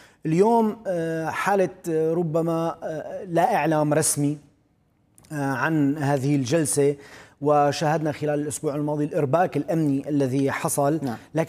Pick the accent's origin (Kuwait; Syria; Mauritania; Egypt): Syria; أنا كسوري كمواطن سوري كناشط سياسي